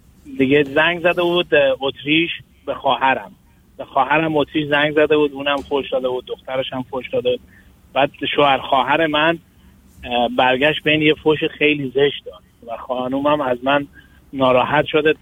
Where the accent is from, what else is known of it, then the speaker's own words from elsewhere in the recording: Iran; also born or lived in Afghanistan; now in United States; من درسم رو تو ایران هم خوندم، تو افغانستان هم خوندم. من واقعا ما اهل افغانستان هستیم ولی من بزرگ شده ایران هستم.